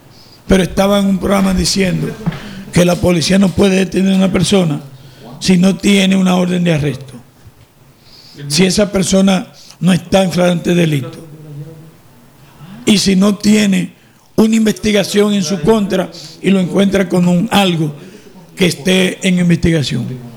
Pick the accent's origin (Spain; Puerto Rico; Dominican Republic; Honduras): Dominican Republic